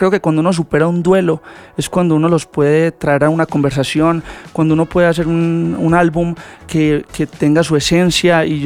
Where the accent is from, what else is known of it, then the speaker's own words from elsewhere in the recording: Colombia; moved away; volví a Colombia, como a mi tierra, a volverme a sentir con mi familia